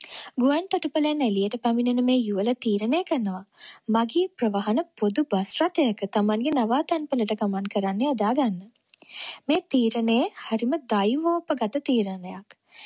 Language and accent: Sinhala; Bandarawela, Uva Province, Sri Lanka; ඒ අපි ජීවත් වුණේ බණ්ඩාරවෙල නිසා. ඉතින් බණ්ඩාරවෙල ජීවත් වුණු අපිට සාහිත්‍ය මාසයේ උණුසුම ලැබෙන්නේ ගුණසේන පොත්වල නිසා.